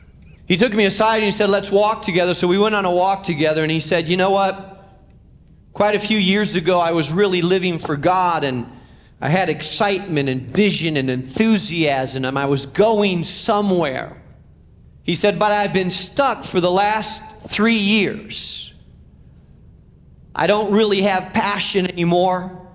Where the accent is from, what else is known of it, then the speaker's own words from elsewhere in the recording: Chicago, Illinois, United States; we're from Chicago